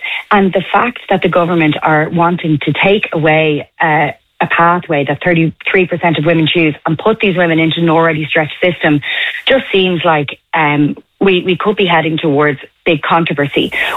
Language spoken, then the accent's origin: English; Ireland; as an Irish woman, we've battled for choice for long enough